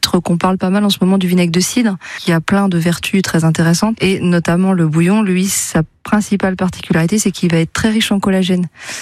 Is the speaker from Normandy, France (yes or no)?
yes; Normandy, France; moved away as an adult; now in Sarthe, France; J'ai 38 ans et je suis originaire de Normandie. Je suis normande du fin fond de la Manche et je suis arrivée en Sarthe en 2010.